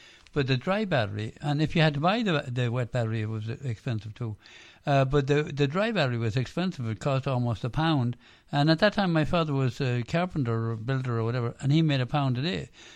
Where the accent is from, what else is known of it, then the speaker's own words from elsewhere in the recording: Ireland; When I was growing up in Ireland, I loved radio, and of course there was no television because there was no electricity.